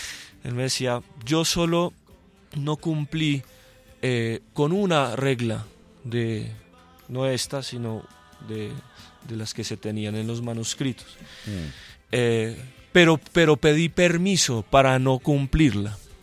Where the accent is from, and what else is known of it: Colombia